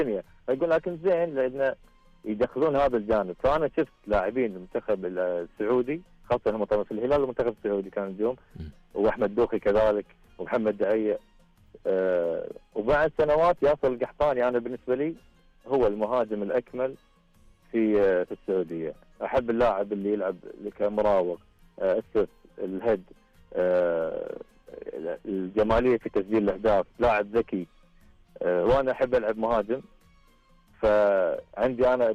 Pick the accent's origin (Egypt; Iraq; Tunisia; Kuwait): Kuwait; أصلا حتى عندنا هنا في الكويت منقسمين لخاصة الثلاث أندية